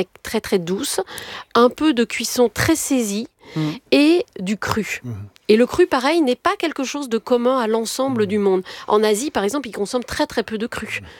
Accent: Tunisia; born there; Mais je suis née en Tunisie.

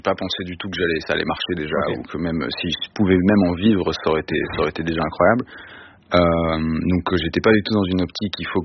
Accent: Vouvray, Centre-Val de Loire, France; J'ai grandi à Tours dans un village qui s'appelle Vouvray, qui est à côté

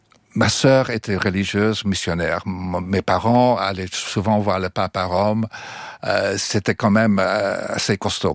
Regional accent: Belgium; moved away; quand moi j'ai quitté la Belgique, j'ai commencé à quitter en 62, 63

